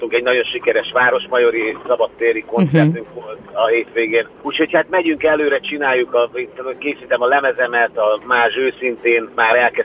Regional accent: Nyíregyháza, Szabolcs-Szatmár-Bereg, Hungary; aminek lesz Nyíregyházán is, hogyha ott jársz éppen a szülővárosunkban, akkor gyere, szeretettel várunk.

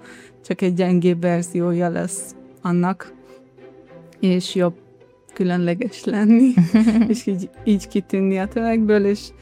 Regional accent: Iran; moved away as an adult; now in Hungary; itt születtem, és amikor egy éves voltam, akkor költöztünk Iránba, és 18 évesen jöttünk vissza.

